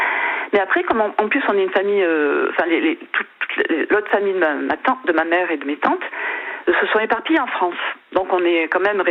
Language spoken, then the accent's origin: French; Algeria; born there; Bon, moi, je suis née en Algérie, je crois aussi, je suis une des dernières à être née là-bas.